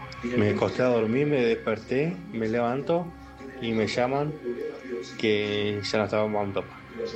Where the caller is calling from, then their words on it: Bella Vista, Buenos Aires Province, Argentina; Yo soy acá de Bellavista y mi papá vivía en Guernica, zona sur.